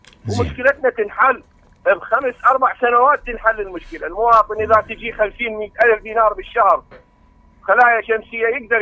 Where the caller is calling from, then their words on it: Iraq; انا عراقي